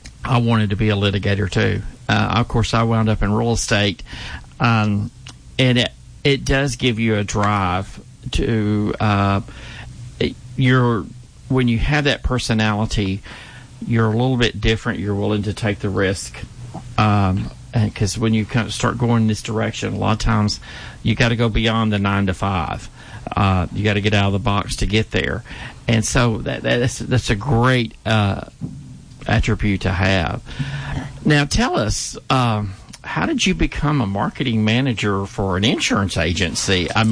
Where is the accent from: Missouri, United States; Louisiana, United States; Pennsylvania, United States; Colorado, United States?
Louisiana, United States; Shreveport; I was born and raised here